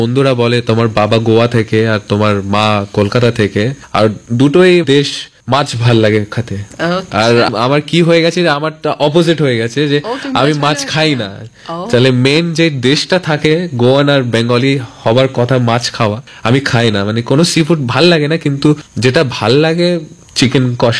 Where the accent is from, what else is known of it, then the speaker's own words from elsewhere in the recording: Kolkata, West Bengal, India; আমার অত বছর হয়ে গেছে জীবনটা আমি আছি এখানে আছি, তো আমার জন্য কলকাতা ছাড়া দিস ইজ হোম, এটা আমার বাড়ি। আর বাঙালি তো সবাই, আমার বাবা যেহেতু গোয়ান